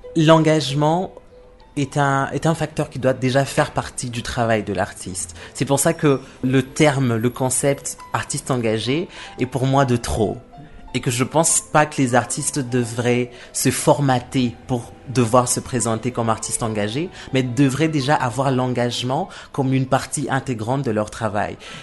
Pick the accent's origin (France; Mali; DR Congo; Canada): DR Congo; Par exemple, je suis un artiste et je vis de l'art et je suis congolais.